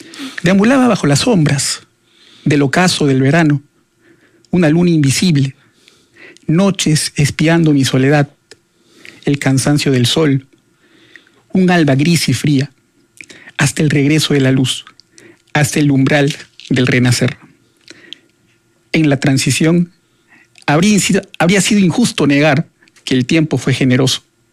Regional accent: Iquitos, Loreto, Peru; moved away as an adult; now in Lima, Peru; Yo soy de Iquitos, como bien usted sabe. Vine a Lima como migrante a buscar una vida nueva.

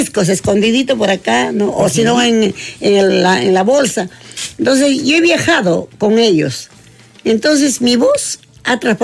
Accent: Pisco, Ica, Peru; born there; now in Lima, Peru; Soy nacida en esa tierra de Cañete, Pisco.

